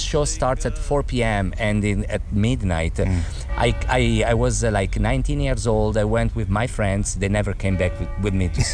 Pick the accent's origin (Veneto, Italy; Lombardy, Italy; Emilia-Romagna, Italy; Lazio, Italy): Lombardy, Italy; Cantù; Cantù, that's my hometown.